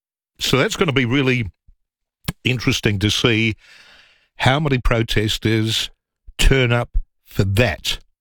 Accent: Adelaide, South Australia, Australia; about 15 to 20 years ago when people asked where you were from, and you were embarrassed to say that I was from Adelaide.

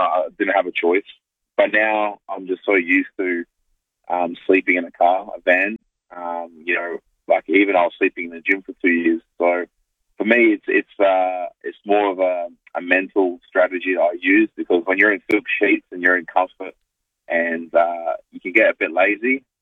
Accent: Adelaide, South Australia, Australia; moved away as an adult; also born or lived in Two Wells / Taperoo; now in Auckland, New Zealand; I grew up in North Haven and also Two Wells. Originally, when we first came to Adelaide, I was in Taparu. And then we moved in with my grandparents in North Haven. So that was sort of my area.

